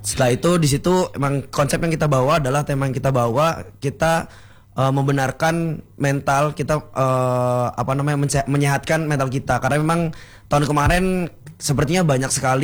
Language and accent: Indonesian; Cirebon, West Java, Indonesia; moved away as an adult; now in Malang, Indonesia; Kalau asli aku asli Cirebon.